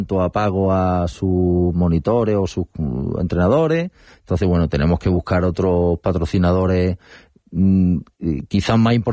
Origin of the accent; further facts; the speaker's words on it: Málaga, Andalusia, Spain; moved away; el caso que yo conozco más es Málaga, ¿no? Porque es mi tierra natal.